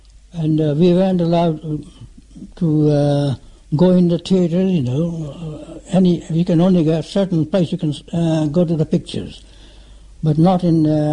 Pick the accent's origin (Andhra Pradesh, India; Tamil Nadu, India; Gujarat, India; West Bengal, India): Gujarat, India; also born or lived in Pukekohe, New Zealand / Auckland, New Zealand / Rotorua, New Zealand; now in New Zealand; I'm an Indian